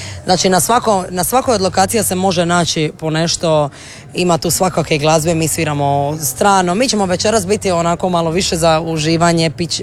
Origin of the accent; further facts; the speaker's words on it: Sinj, Split-Dalmatia County, Croatia; Ja sam iz Sinja